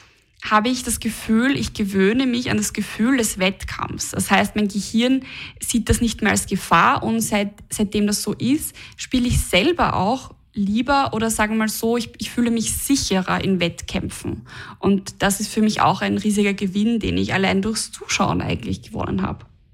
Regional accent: Austria; wir alle identifizieren uns irgendwie als Österreicher oder Österreicherinnen

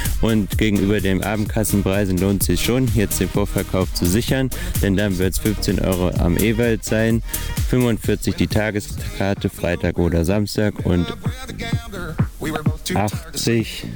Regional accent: Wichte, Germany; ich komme ja auch aus Wichte, bin hier schon immer, also bin geboren, aufgewachsen in Wichte

